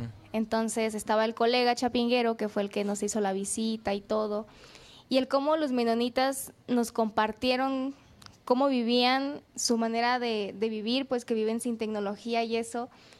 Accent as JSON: {"language": "Spanish", "region": "Chiapas", "country": "Mexico", "moved": "yes", "said": "Del estado de Chiapas."}